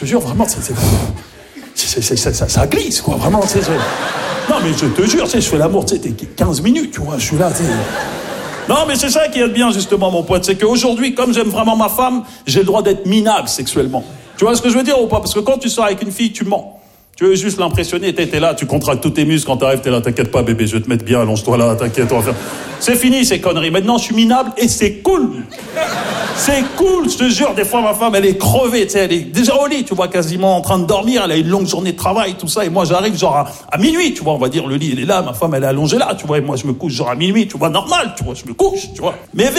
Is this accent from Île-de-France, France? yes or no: yes; Maisons-Alfort, Île-de-France, France; Non, c'est pas facile, parce que j'ai grandi à Maison Alpha, en plus, tu vois, dans le 9-4, tu vois, j'ai grandi...